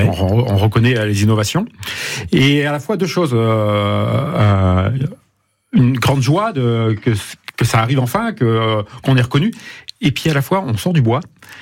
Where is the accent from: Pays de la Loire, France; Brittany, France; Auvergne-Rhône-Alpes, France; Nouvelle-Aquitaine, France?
Auvergne-Rhône-Alpes, France; Clermont-Ferrand; moved away as an adult; Oui, je suis un Auvergnat, né à Clermont-Ferrand.